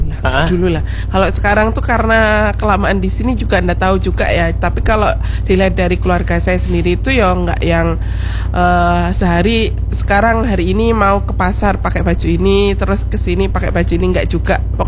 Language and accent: Indonesian; Pasuruan, East Java, Indonesia; born there; Enggak, saya bukan Madura. Saya orang ibu bapak saya pendatang, cuman saya lahir di Pasuruan